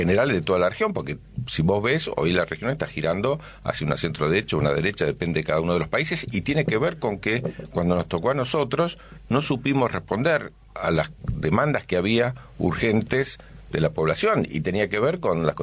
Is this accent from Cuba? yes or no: no; Argentina